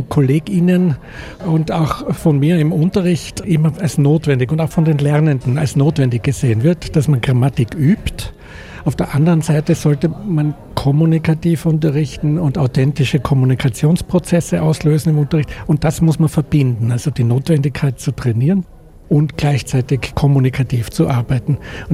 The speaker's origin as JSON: {"language": "German", "town": "Graz", "region": "Styria", "country": "Austria", "said": "Ich komme aus Graz"}